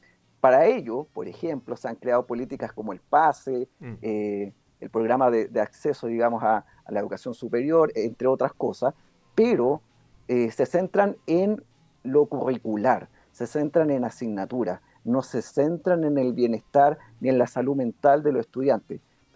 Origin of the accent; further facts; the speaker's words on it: Chile; como se dice acá en chileno